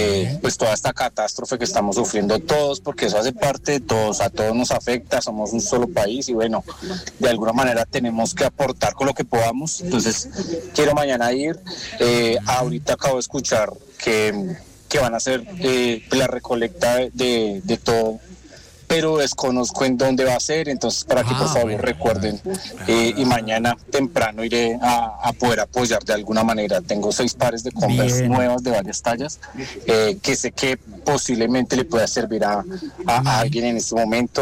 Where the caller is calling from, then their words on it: Soacha, Cundinamarca, Colombia; yo vengo desde Soacha, sí.